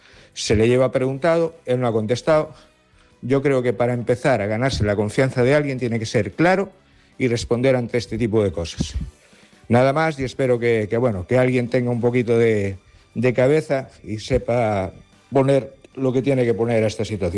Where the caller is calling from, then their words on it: Galicia, Spain; Soy un vecino de Puixín